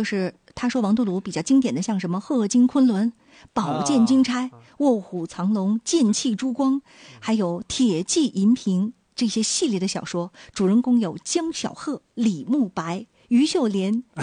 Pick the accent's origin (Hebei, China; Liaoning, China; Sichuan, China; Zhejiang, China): Liaoning, China; Dalian